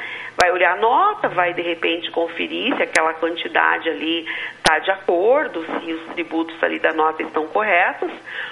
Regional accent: Brazil

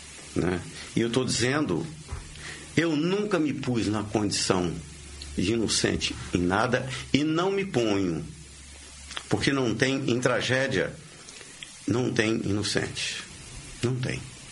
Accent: Santa Helena de Goiás, Goiás, Brazil; Eu posso dizer para você, eu sou lá de Santa Helena de Goiás, né? E da cidade era tão pequena que você sabia

